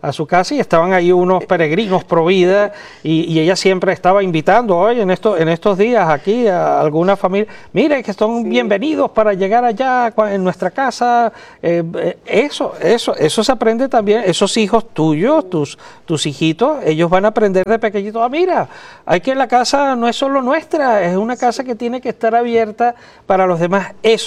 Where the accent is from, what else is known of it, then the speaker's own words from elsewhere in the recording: Venezuela; born there; el país donde yo nací, en Venezuela